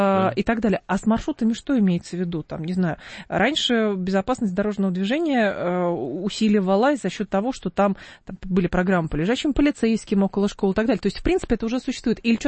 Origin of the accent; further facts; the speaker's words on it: Lyubertsy, Moscow Oblast, Russia; Я же из Люберец.